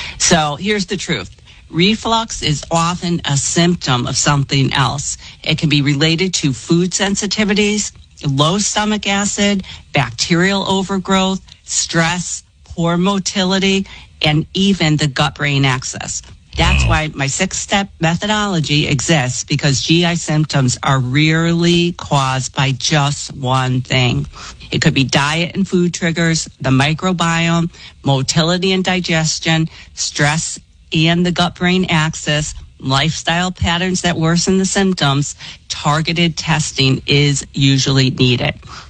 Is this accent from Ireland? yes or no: yes; Ireland; And don't forget, I'm the Irish dietitian, so we don't count alcohol calories, right?